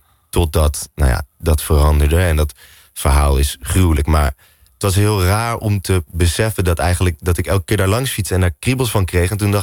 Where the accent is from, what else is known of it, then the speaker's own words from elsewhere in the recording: Apeldoorn, Gelderland, Netherlands; Het was eigenlijk gewoon dat ik kom uit Apeldoorn.